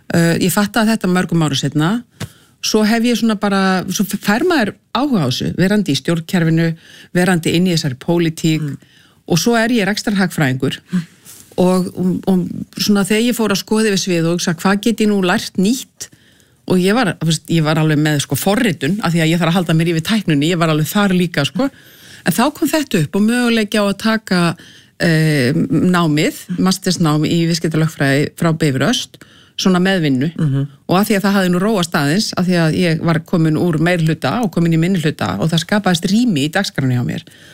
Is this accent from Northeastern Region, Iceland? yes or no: no; Reykjavik, Capital Region, Iceland; en ég uppalinn í Reykjavík, skólagangan var hérna í beðaltunni, sko.